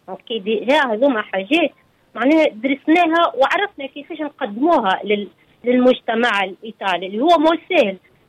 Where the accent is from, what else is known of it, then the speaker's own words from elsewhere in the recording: Tunisia; now in Italy; احنا كسكسينا ما شاء الله عليه، يعني كسكسي تونسي